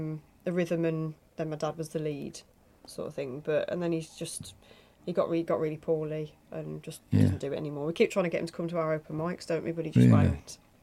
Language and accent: English; Wolverhampton, West Midlands, United Kingdom; I'm from Bushbury.